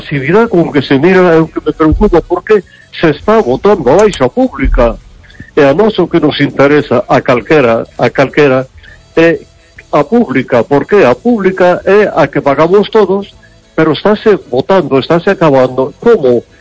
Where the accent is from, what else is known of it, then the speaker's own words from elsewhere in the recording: Vigo, Galicia, Spain; Hola, buenas noches.